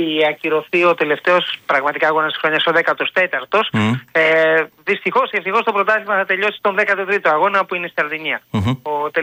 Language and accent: Greek; Greece